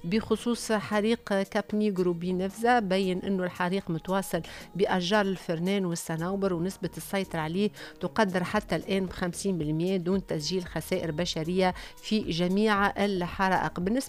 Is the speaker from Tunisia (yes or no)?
yes; Tunisia; بلادنا تونس